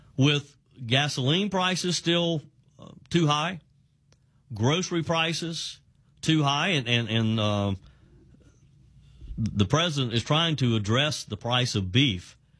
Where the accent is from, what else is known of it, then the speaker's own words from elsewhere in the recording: South Carolina, United States; say in my home state of the upstate of South Carolina, you got a farm here in the upstate